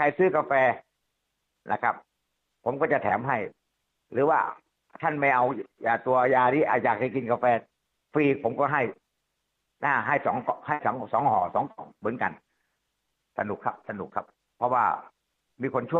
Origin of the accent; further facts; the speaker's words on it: Phetchaburi, Thailand; born there; ผมเป็นคนเพชรบุรีโดยกำเนิดครับ